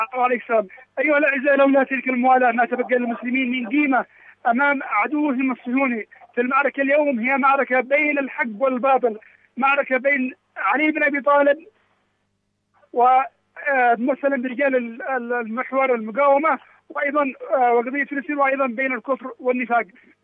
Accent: Yemen; بالنسبة لنا كيمنيين

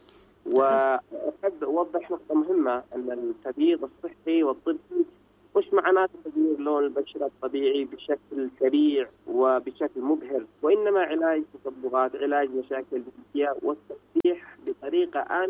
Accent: Yemen; وعندنا في اليمن غالباً السبب يكون وقات قد يكون له سبب كبير.

